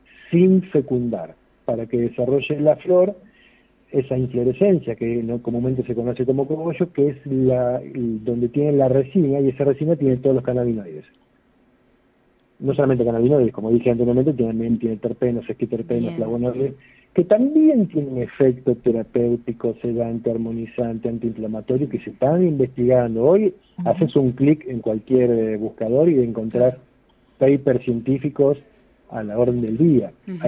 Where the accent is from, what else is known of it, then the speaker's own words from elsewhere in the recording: Luján, Buenos Aires Province, Argentina; Soy de Luján, Buenos Aires. Venimos actualmente de Pringles